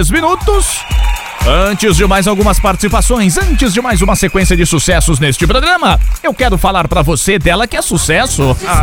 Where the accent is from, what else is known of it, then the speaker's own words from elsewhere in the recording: São Paulo, Brazil; Eu sou da ZN, sou da Zona Norte.